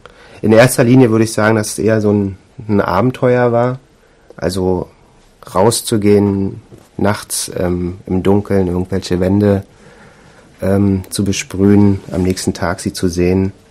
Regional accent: Berlin, Germany; moved away as an adult; now in Dresden, Germany; ich komme aus Berlin, studiere jetzt hier in Dresden Kunst an der HFBK

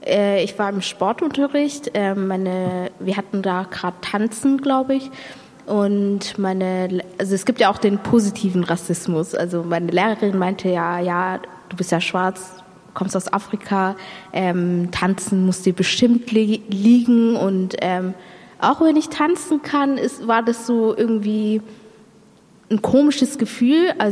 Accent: Stuttgart, Baden-Württemberg, Germany; Genau, ja, ich bin in Stuttgart aufgewachsen und es ist ein tägliches Problem.

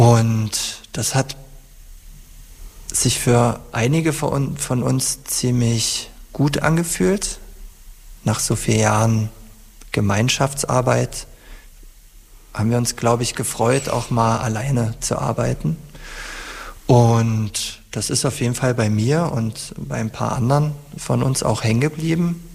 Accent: Germany; mit meinen eigenen persönlichen Erinnerungen an meine Kindheit in der DDR und an meine Jugend im wiedervereinigten Deutschland.

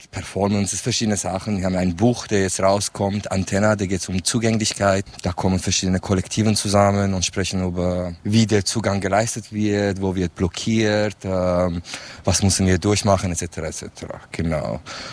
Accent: Kurdistan, Iran; German is a second language; moved away as an adult; now in Switzerland; Ich komme aus Rojalat. In Rojalat ich habe IT studiert und ich bin dann mit 19 raus aus politischen Gründen. Lebe jetzt seit 16, 17 Jahren in der Schweiz.

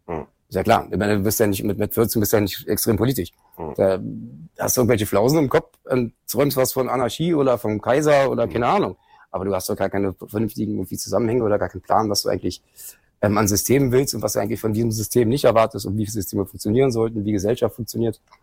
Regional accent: Berlin, Germany; Geboren in Schöneberg, groß geworden in Kreuzberg.

